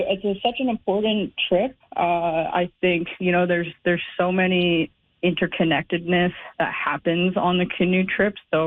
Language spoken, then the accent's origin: English; Yellowknife, Northwest Territories, Canada; also born or lived in Fort McPherson; I'm originally from Tetlege, Fort McPherson, but I grew up and I live in Sambucay, Yellowknife.